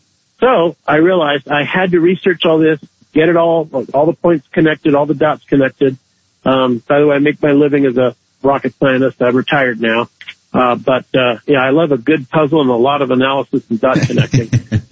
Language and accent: English; United States; as an American